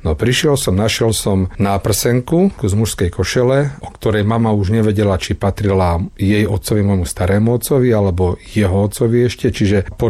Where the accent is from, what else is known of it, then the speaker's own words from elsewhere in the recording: Lipovec, Žilina Region, Slovakia; now in Martin, Slovakia; keďže pochádzam z Turca, z regiónu, kde sme sa úplne ako prví na Slovensku vzdali kroja